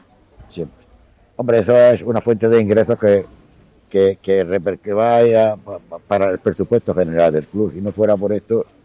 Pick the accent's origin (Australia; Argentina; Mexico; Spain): Spain; Motril, Andalusia; soy un motrileño, que nací en Motril, en la calle Canteras, en el año 1941, que he vivido en Motril siempre, prácticamente, siempre he vivido en Motril, y es una ciudad a la que quiero, que es la que llevo en mi alma y en mi corazón